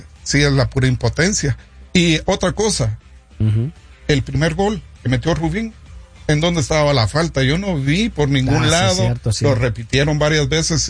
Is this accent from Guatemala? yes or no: yes; Guatemala